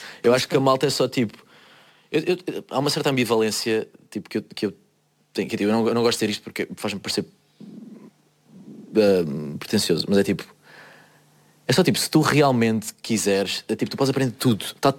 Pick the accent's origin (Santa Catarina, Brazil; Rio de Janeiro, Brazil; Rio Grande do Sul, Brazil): Rio de Janeiro, Brazil; Eu sou …. E eu nasci no Rio de Janeiro.